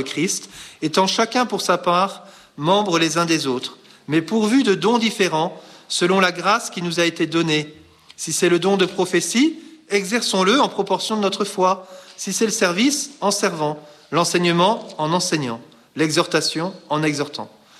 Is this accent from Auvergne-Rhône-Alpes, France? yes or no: no; Brittany, France; Et puis moi, je suis breton, donc je dirais, ben moi, je vois le cidre